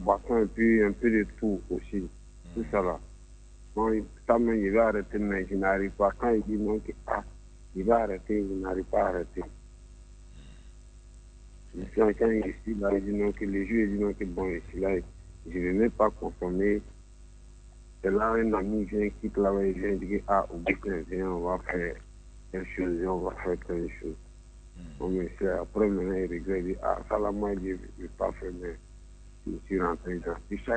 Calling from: Abidjan, Côte d’Ivoire; Moi, j'appelle de Yabit Angré.

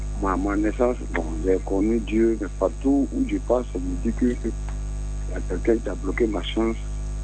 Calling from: Abidjan, Côte d’Ivoire; Non, je suis à la Riviera Faya.

